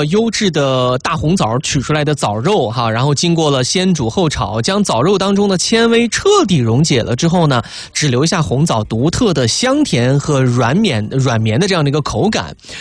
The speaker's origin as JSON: {"language": "Chinese", "region": "Xinjiang", "country": "China", "said": "说实话这个作为一个新疆人的我来说还真没吃过哈"}